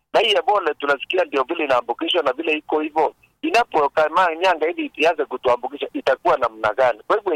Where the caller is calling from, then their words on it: Kenya; sisi sisi ni Wakenya wa Kenya